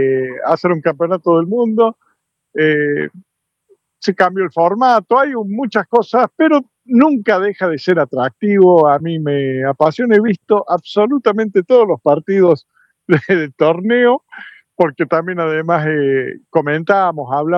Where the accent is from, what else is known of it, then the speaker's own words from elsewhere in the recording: Córdoba, Argentina; now in Canada; para nosotros los cordobeses